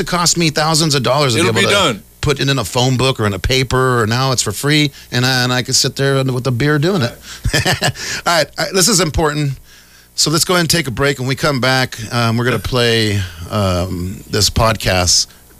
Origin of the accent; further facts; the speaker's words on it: Riverside, California, United States; I'm from Riverside, and Riverside is a beautiful city.